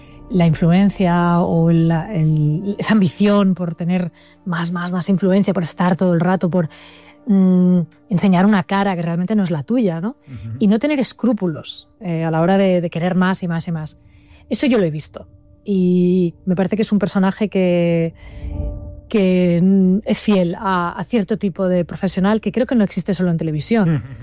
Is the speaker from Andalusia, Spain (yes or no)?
no; Barcelona, Catalonia, Spain; now in Madrid, Spain